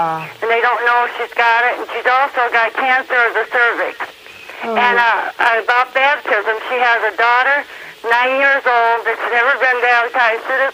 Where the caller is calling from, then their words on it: Sterling Heights, Michigan, United States; Sterling Heights, Michigan.